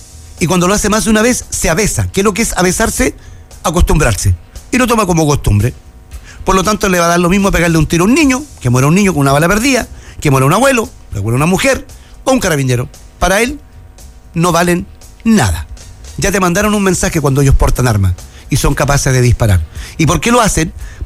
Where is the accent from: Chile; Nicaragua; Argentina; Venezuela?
Chile; Hay muchos oficiales y hay muchos carabineros en mi país